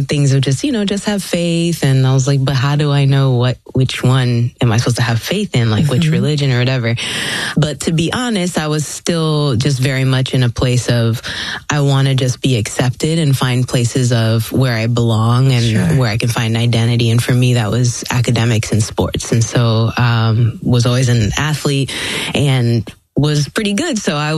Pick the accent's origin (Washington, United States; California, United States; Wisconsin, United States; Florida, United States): Florida, United States; Orlando; born or raised there; also born or lived in Philippines